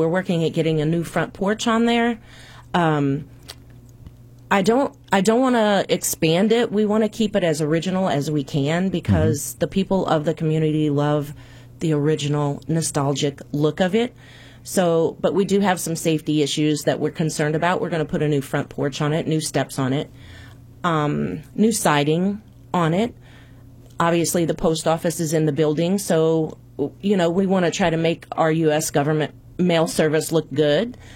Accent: Old Mines, Missouri, United States; now in DeSoto, United States; I grew up in Old Mines.

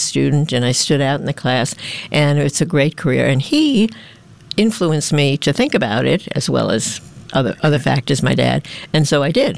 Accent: New York City, New York, United States; born or raised there

